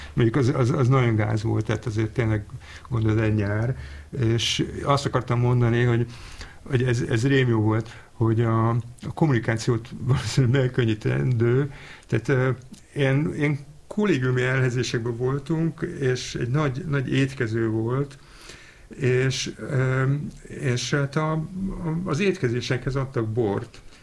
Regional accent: Hungary; moved away; ami azért volt érdekes, hogy én Magyarországról jöttem, ahol ez ismeretlen volt

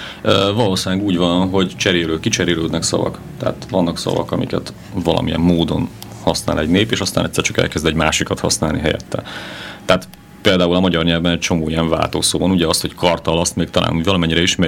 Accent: Hungary; Törökországban pedig kedvükre ölelnek az emberek csak azért, mert magyar vagyok.

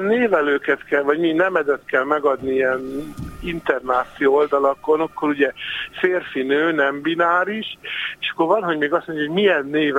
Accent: Hungary; iszonyú szerencsések vagyunk magyarként

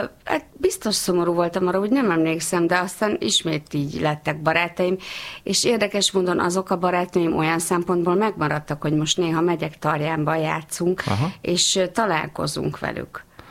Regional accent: Salgótarján, Nógrád, Hungary; also born or lived in Szolnok; Szolnokon születtem, és akkor, amikor 6 éves lettem, és iskola kezdő, akkor az aput elhelyezték Nógrád megyébe, és Nógrád megyei tudósító lett. Úgyhogy akkor az én nagy bánatomra Salgótarjánba költözött a család.

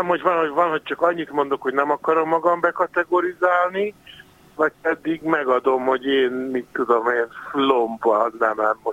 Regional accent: Hungary; Igen, én ezt mindig mondom, hogy iszonyú szerencsések vagyunk magyarként, hogy ez föl sem merül.

